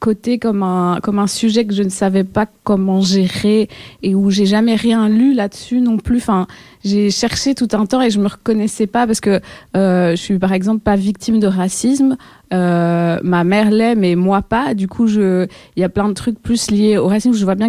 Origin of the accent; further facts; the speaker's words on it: Belgium; also born or lived in Mexico; moi j'ai une maman mexicaine et un papa belge. Je suis née au Mexique, mais j'ai grandi en Belgique. Je suis blanche.